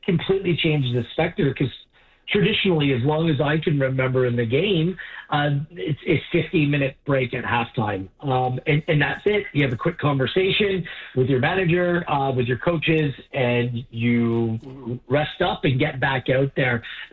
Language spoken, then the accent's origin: English; Canada; Well, just being a Canadian